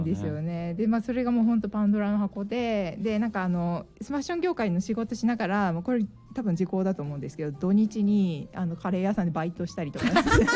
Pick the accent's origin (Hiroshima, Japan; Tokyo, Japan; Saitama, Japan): Hiroshima, Japan; born or raised there; moved away